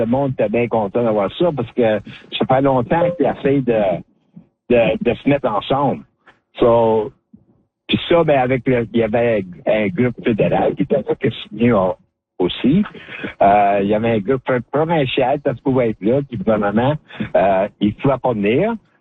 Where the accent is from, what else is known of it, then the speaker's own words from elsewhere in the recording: Ontario, Canada; Mais nous autres, on est local. On vient de la rivière des Français puis du Nipissing. So, c'est les métis originaires de la région ici.